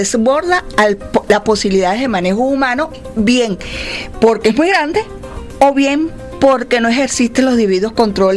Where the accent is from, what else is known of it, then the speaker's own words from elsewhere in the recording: Venezuela; Que es un defecto de nosotros como venezolanos.